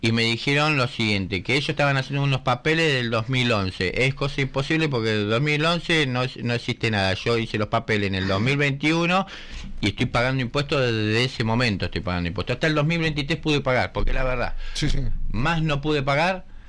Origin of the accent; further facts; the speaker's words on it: Bahía Blanca, Buenos Aires Province, Argentina; born there; moved away; also born or lived in Rosario, Santa Fe; Nacido en Bahía Blanca, pero siempre trabajé en Santa Fe